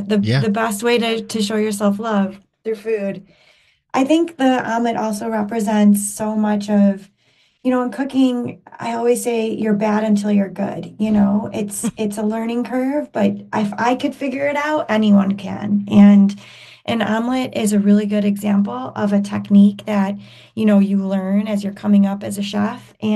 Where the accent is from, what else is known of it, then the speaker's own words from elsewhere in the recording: Chicago, Illinois, United States; now in Los Angeles, United States; I grew up in Chicagoland having access to, I used to live by La Pasadita.